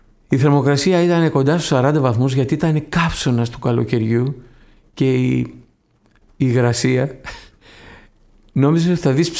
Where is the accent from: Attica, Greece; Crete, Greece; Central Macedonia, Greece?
Attica, Greece; Athens; εγώ που μεγάλωσα στα Πατήσια